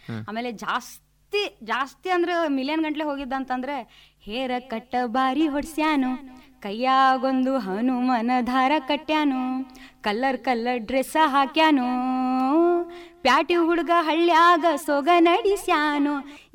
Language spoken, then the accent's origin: Kannada; Karnataka, India; ನಾವು ಉತ್ತರ ಕರ್ನಾಟಕದವರು ಅರ್ಧಕ್ಕರ್ಧ ಗುರುತಿಸ್ಕೊಂಡಿರೋದು ಜನಪದಿಂದ.